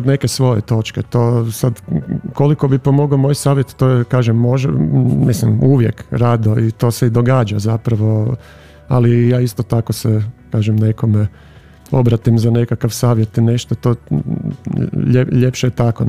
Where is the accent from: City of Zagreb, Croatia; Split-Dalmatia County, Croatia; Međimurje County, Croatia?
City of Zagreb, Croatia; Zagreb; born there; moved away as an adult; now in Vrbovec, Croatia; ja sam rođen Zagrepčanin, ali sam prije punih 5 godina preselio u Vrbovec, a izlazim u Koprivnicu